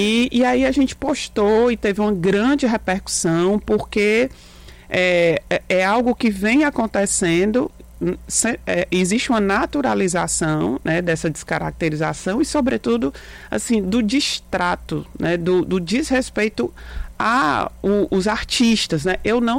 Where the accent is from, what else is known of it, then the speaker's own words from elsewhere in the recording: Northeast Region, Brazil; eu sou nordestina, né?